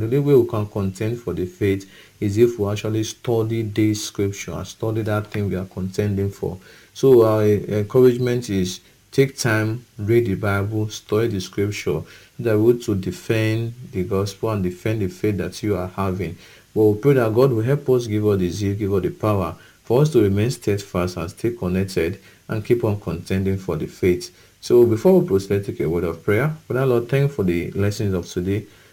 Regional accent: Okada, Edo, Nigeria; from Okada Town, Edo State, and it's a pleasure having this discussion with you.

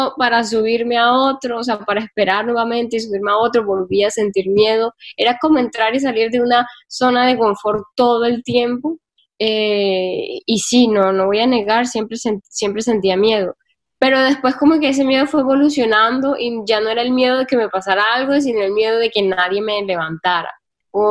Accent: Caribbean Region, Colombia; born there; yo vengo de Colombia, yo nací en Colombia, nací en el Caribe colombiano y pues es una zona que una mujer estando sola, recorriendo el mundo sola, no es muy común, para nada común.

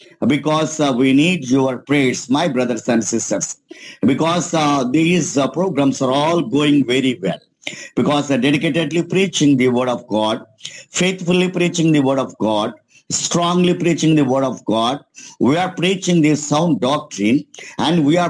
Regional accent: India; So I'm from India.

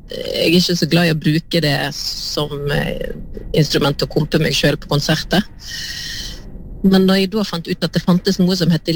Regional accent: Austevoll, Vestland, Norway; Jeg er oppvokst i Austevoll utenfor Bergen, ute i havgapet.

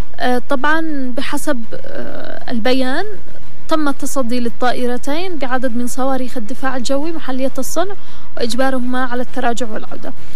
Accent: Yemen; بالنسبة لنا إحنا كيمنيين

